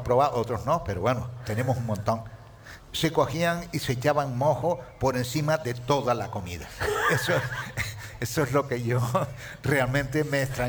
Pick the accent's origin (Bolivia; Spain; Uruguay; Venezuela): Spain; Canary Islands; born there; Hombre, yo soy nacido en Gran Canaria. Pero cuando he venido aquí al sur hace 45 años